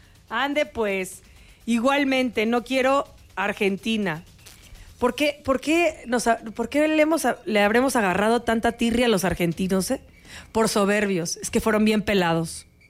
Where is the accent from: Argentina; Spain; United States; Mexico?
Mexico; no me emocionaba más como aficionado al fútbol y como mexicano sí sentía bonito cómo celebraban.